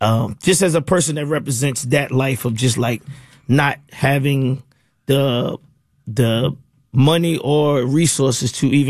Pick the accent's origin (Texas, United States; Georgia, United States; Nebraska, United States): Georgia, United States; College Park; I'm from College Park.